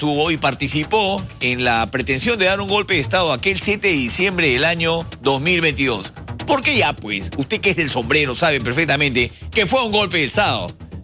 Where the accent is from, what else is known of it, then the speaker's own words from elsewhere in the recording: Lima, Peru; born there; Yo nací en Lima.